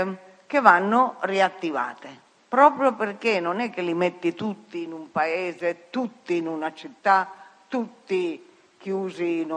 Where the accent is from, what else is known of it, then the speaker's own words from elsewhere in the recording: Piedmont, Italy; Io sono piemontese, la cooperativa agricola di Asti, per esempio, è un modello da seguire.